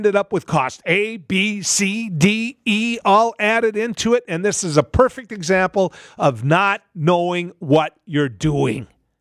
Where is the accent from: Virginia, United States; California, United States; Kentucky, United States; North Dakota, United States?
North Dakota, United States; In my home state, the state of North Dakota